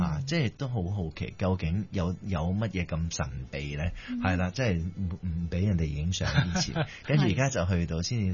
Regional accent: Ipoh, Perak, Malaysia; 我喺怡寶長大。

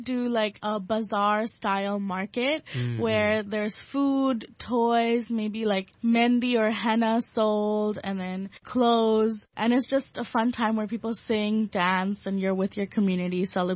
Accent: Hong Kong; born there; me where I'm from, I don't say Hong Kong necessarily. Mm-hmm. I always say Bangladesh, mm-hmm. but I was born in Hong Kong.

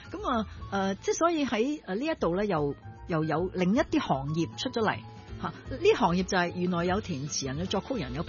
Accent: Hong Kong; 我哋香港人

